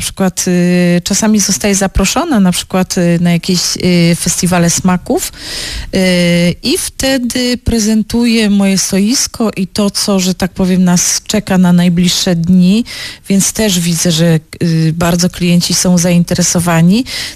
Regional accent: Silesian Voivodeship, Poland; ja mieszkam w Lesiczówce całe życie

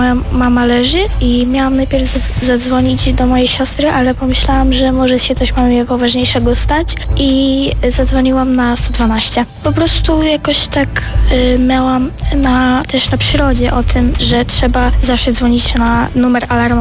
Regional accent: Brzeg, Opole Voivodeship, Poland; jestem z Brzegu.

